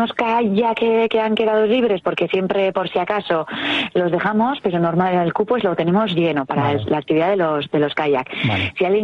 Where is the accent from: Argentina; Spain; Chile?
Spain; Deba, Basque Country; now in Orio, Spain; Yo personalmente ahora llevo muchos años viviendo en Orio, pero soy de Deva